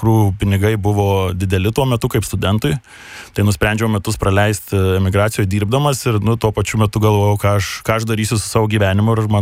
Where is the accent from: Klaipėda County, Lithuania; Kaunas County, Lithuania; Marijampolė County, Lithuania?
Marijampolė County, Lithuania; Marijampolė; nes iš Marijampolės su krepšiuku atėjau, dabar jau didesnį bagažą tu